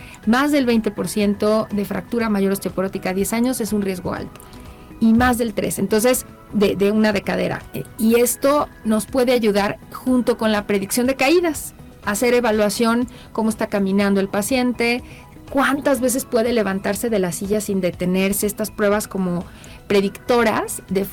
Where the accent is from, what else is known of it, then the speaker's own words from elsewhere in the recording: Mexico; Tenemos nosotros como población mexicana datos relevantes